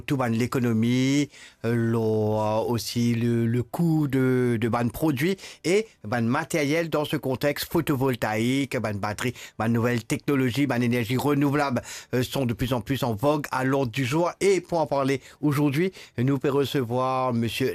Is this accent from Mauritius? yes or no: yes; Rodrigues, Mauritius